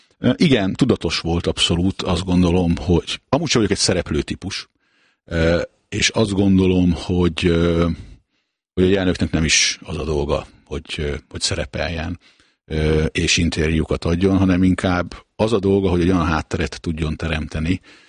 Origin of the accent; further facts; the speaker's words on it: Budapest, Hungary; born there; én kis túlzással a Tüzér utcai távolugró gödörbe születtem, mert ugye anyu ott tartott edzés, és talán onnan is mentek a szülészetre, hogyha minden igaz, még 1970-ben.